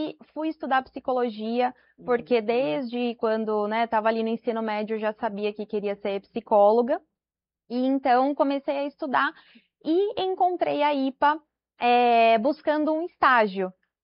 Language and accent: Portuguese; Limeira, São Paulo, Brazil; born there; Então, eu nasci em Limeira, interior de São Paulo.